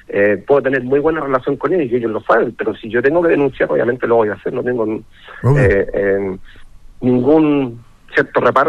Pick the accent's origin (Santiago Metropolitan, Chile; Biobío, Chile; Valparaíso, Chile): Valparaíso, Chile; Panquehue; Siempre soy el alcalde de Panquehue, pero también soy el vecino cercano que ha tenido la gente de Panquehue toda la vida.